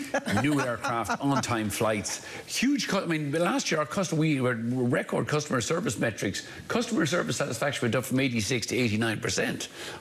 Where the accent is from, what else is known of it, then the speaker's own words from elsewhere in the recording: Ireland; We're cheap Irish guys